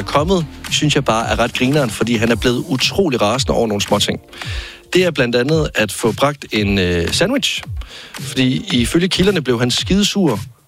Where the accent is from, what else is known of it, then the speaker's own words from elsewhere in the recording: Varde, Region of Southern Denmark, Denmark; jeg kommer fra Vardag, og det er meget sådan Venstre Kommune.